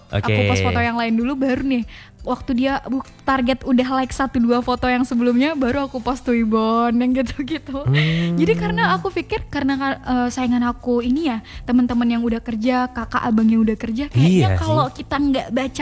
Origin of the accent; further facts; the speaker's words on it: Mandailing Natal, North Sumatra, Indonesia; saya aslinya dari Mandailing Natal ya Bang. Mandailing Natal Sumatera Utara.